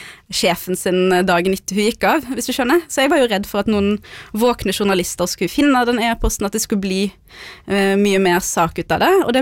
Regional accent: Haugesund, Rogaland, Norway; first language Norwegian; also born or lived in Beirut, Lebanon; jeg er oppvokst i Haugesund, jeg er født i Beirut, men jeg kom jo her da jeg var et halvt år gammel, så mitt primærspråk er jo norsk.

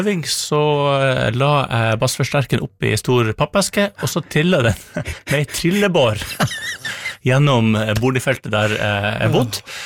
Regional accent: Hamarøy, Nordland, Norway; det I alle fall på Hamarøy, der jeg vokste opp, var vanlig for 12-13-åringer å spille I band.

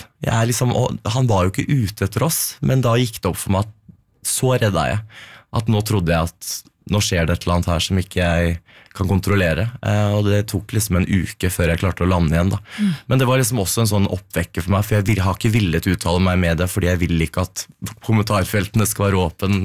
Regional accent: Moss, Østfold, Norway; now in Oslo, Norway; Nei, altså som når jeg flyttet, jeg kom jo fra Moss, og der var det jo, ikke sant, 2006, da var det ikke veldig mange åpne homofile da, så Oslo ble jo på en måte et fristed

